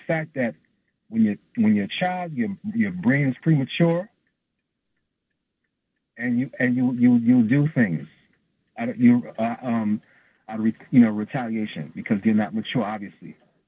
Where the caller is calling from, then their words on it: New York, United States; from the Bronx.